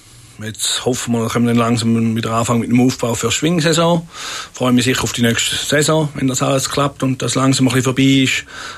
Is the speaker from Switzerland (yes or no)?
yes; Rümlang, Zurich, Switzerland; Ich bin zu Römlang, wo ich aufgewachsen bin, früh sozialisiert worden, kirchlich gut.